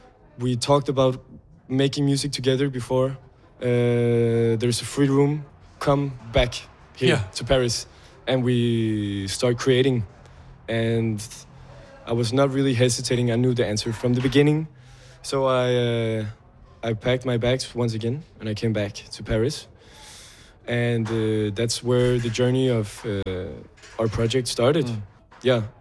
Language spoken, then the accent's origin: English; Sweden; also born or lived in Denmark; I'm from Sweden and Denmark.